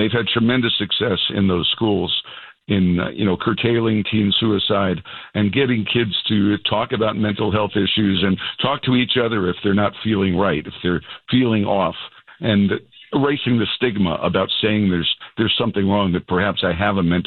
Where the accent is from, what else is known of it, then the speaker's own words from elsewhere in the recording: New York City, New York, United States; now in Texas, United States; Brooklyn, New York, my hometown